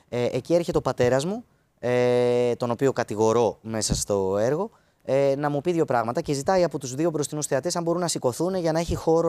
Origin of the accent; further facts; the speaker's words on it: Dafni, Attica, Greece; also born or lived in Athens; Ναι, στην Αθήνα, αλλά ναι, μεγάλωσες στη Δάφνη.